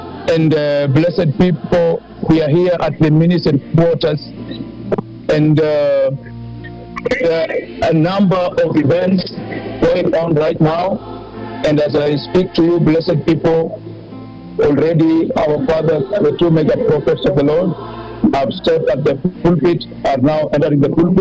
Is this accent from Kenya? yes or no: yes; Uasin Gishu County, Kenya; I come from Uasin Gishu, Soi region.